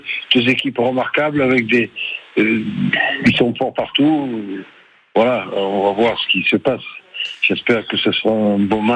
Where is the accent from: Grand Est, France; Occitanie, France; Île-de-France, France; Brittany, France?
Occitanie, France; Toulouse; je suis Toulousain. Je suis né à Toulouse, je suis né à Saint-Simon et je suis un vrai Toulousain. Donc je suis Toulousain.